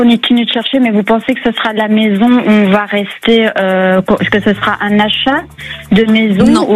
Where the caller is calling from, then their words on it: Réunion; De La Réunion, j'avais téléphoné il y a quelques temps, il n'y a pas si longtemps que ça.